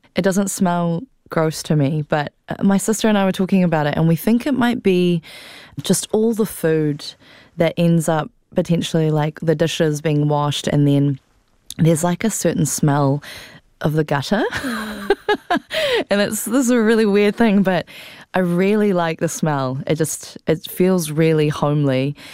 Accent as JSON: {"language": "English", "region": "Taipei", "country": "Taiwan", "tie": "born or raised there", "said": "When I was growing up in Taipei, we lived in an area called Nangang."}